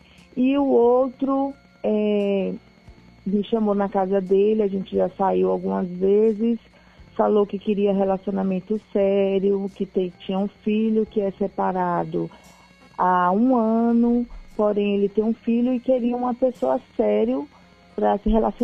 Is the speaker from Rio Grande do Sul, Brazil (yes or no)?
no; Bahia, Brazil; moved away as an adult; now in São Paulo, Brazil; Eu sou uma mulher independente que vim da Bahia e luto aqui em São Paulo pelos meus objetivos. Moro aqui há 10 anos.